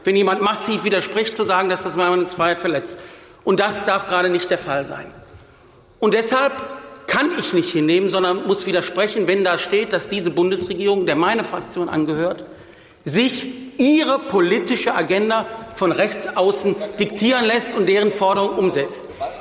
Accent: Wuppertal, North Rhine-Westphalia, Germany; Ich komme aus der Stadt Wuppertal.

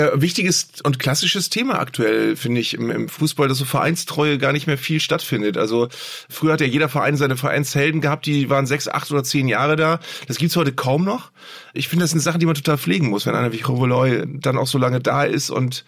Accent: Bremen, Germany; also ich meine, ich bin ja als Bremer da auch beteiligt.

